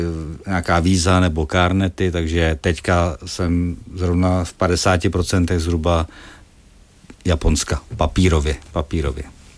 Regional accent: Želeč, South Bohemian Region, Czechia; musím říct, že jsem jel ze Želče u Tábora, protože jsem minule dostal od mých faninek, které jsou teda generaci starší než já, ale to je můj nejsilnější fanklub u nás ve vsi

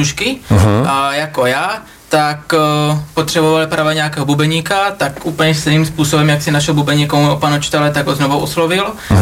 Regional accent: Odry, Moravian-Silesian Region, Czechia; já i Broňa jsme

